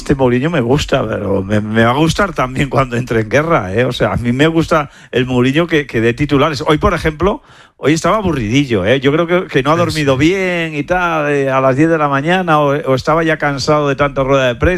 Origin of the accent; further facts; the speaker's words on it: Galicia, Spain; como soy vecino, como soy gallego